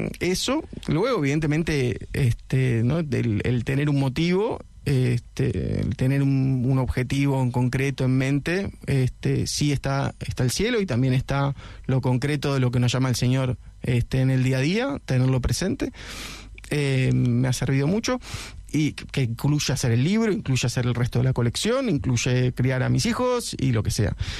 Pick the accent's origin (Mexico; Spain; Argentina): Argentina; ya sé que soy argentino